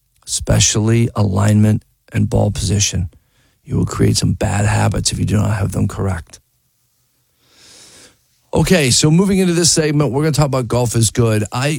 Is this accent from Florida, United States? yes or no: no; Pittsburgh, Pennsylvania, United States; I grew up in Pittsburgh in a family of six kids.